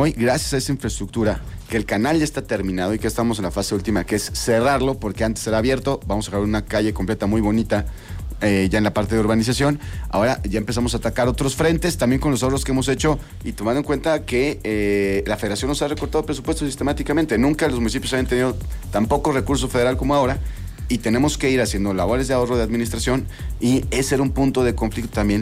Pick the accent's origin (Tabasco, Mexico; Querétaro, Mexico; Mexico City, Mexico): Querétaro, Mexico; todos los que somos queretanos de toda la vida